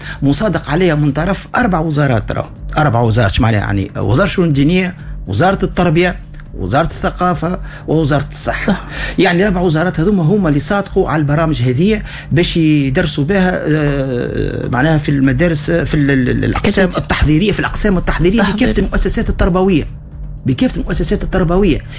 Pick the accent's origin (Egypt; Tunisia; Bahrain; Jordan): Tunisia; خيرة الدكاترة اللي عندنا في تونس